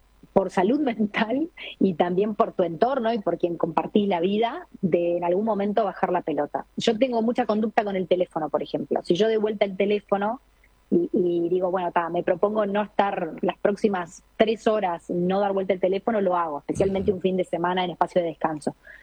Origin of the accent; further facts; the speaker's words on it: Montevideo, Uruguay; Yo soy de Montevideo